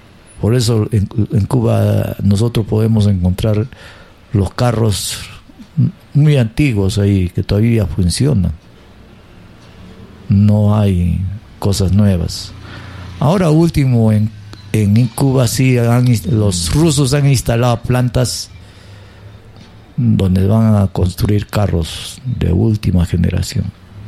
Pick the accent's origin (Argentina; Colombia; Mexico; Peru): Peru; Nosotros casi no entendemos nada como peruanos